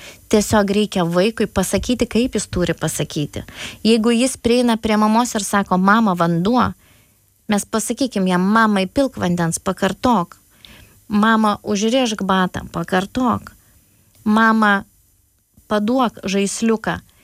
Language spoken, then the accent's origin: Lithuanian; Anykščiai, Utena County, Lithuania; Esu pati iš Anykščio